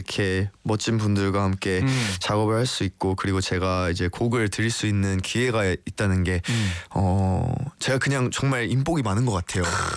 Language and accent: Korean; Canada; moved away as an adult; now in South Korea; 저는 캐나다에서 왔고 이제 7년이 벌써 됐습니다.